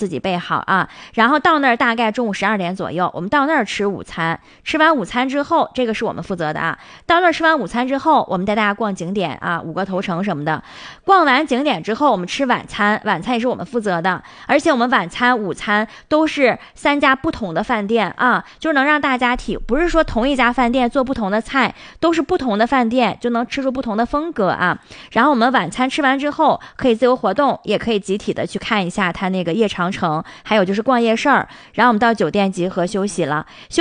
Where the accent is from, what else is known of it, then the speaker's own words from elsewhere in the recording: Northeast China, China; 尤其是我们东北人嘛